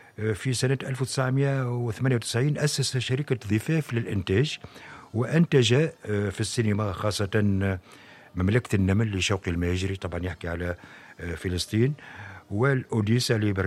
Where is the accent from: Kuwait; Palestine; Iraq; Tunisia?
Tunisia; يعني كتوانسة يعني إلى اليومنا هذا